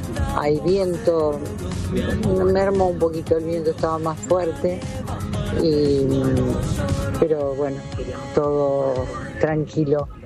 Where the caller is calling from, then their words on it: Alcorta, Santa Fe, Argentina; acá yo soy de Alcorta … de Alcorta, provincia de Santa Fe.